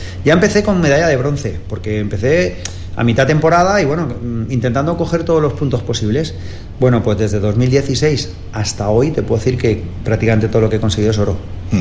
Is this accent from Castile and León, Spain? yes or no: no; Villanueva del Arzobispo, Andalusia, Spain; born there; Yo nací en Andalucía, en un pueblecito de Jaén.